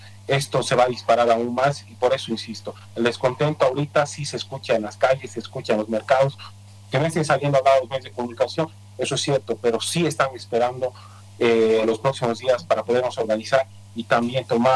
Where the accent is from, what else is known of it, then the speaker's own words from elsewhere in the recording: Cochabamba, Bolivia; el agua en Cochabamba, en la ciudad, en la zona sur, por lo menos de donde yo vengo